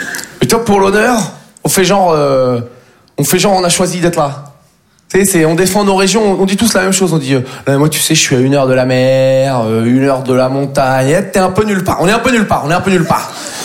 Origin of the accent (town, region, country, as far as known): Nouvelle-Aquitaine, France